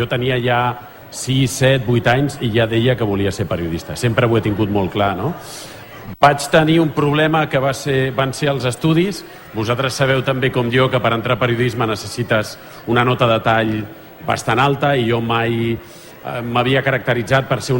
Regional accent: Sant Boi de Llobregat, Catalonia, Spain; Soc de Sant Boi, vaig néixer aquí a l'any 77, no m'he mogut mai de Sant Boi i faig vida aquí

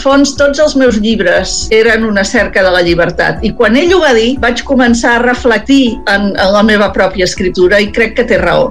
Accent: Barcelona, Catalonia, Spain; quan jo era petita, al Raval, a Barcelona, al costat de casa, nosaltres teníem botiga

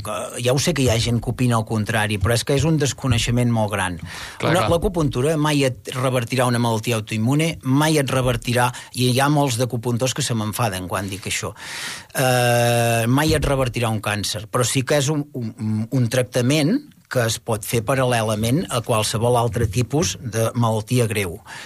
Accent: Catalonia, Spain; que aquí també tenim les herbes de les iaies remeieres, jo soc de la Garrotxa, vull dir, aquí tenim molta experiència

